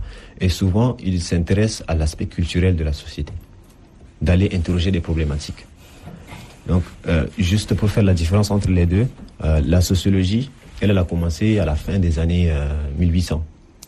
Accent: N'Djamena, Chad; born there

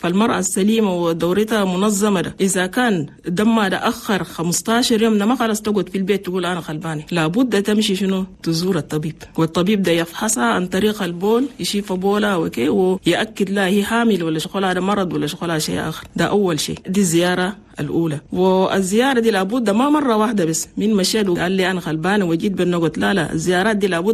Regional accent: Chad; لأن نحن عندنا في تشاد نسبة موت عن الأمهات

